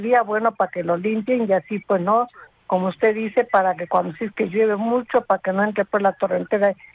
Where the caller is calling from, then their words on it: Arequipa, Peru; acá en Tingo, yo soy de Tingo, estoy vivo acá en Tingo